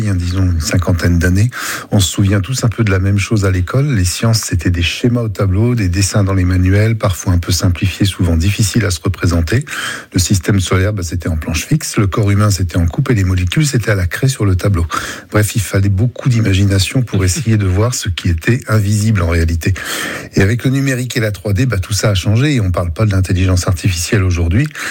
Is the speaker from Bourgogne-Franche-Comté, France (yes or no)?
yes; Bourgogne-Franche-Comté, France; Vous avez dit bourguignonne, moi je dis nivernaise, hein, je suis originaire de la Nièvre.